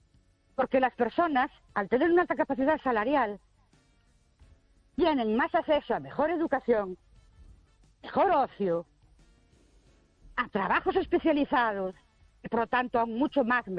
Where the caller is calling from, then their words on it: Ourense, Galicia, Spain; de Ourense.